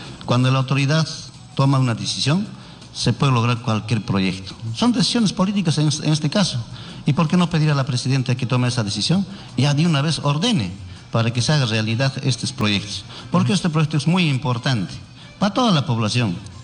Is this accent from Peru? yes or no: yes; Cusco, Peru; a pesar que somos de Cusco